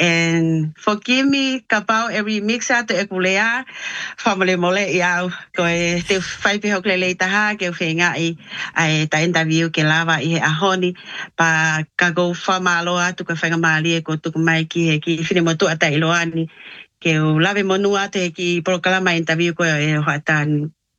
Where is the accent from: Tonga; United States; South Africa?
Tonga; moved away as an adult; now in New Zealand; I am a proud Tongan woman who loves music. I was born and raised in Tonga in a beautiful village of Tongamololo, where my dad is from. And my mom is from Mauwhanga.